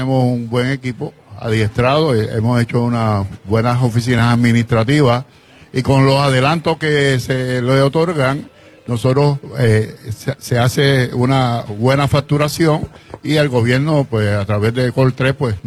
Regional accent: Puerto Rico; lo siento como puertorriqueño

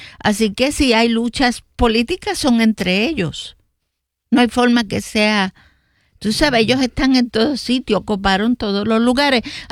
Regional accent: Loíza, Puerto Rico; Así que quiero felicitar a mi pueblo por el respaldo que nos dieron. Llevaron agua embotellada para esta gente. Mis loiseños se portaron 100.

